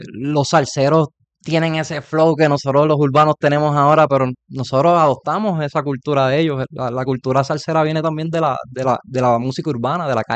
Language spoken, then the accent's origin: Spanish; Puerto Rico; Muchos puertorriqueños entramos al ejército por eso, por la necesidad.